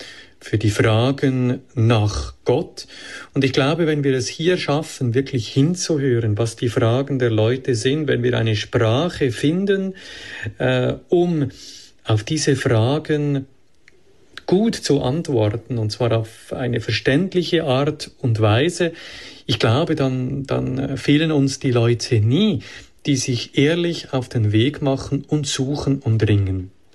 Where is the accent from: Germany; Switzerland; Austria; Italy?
Switzerland; Ich bin ehrlich gesagt sehr, sehr positiv gestimmt, was die Zukunftsmöglichkeiten der Kirche auch bei uns in der Schweiz angeht.